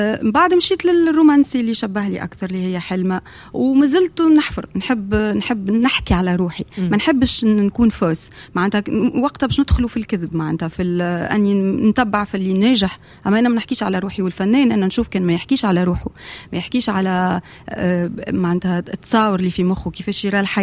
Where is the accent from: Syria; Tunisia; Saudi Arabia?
Tunisia; ليه انا كتونسيه نفضل نسمع اغنيه تنجم راه مش نحكي طبع تونسي